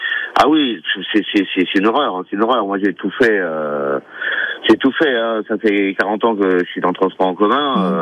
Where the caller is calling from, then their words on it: Terrasson-Lavilledieu, Nouvelle-Aquitaine, France; Bah, j'habite Terrasson, mais là, je suis à Népoul, en fait. J'habite Terrasson et je travaille en Corrèze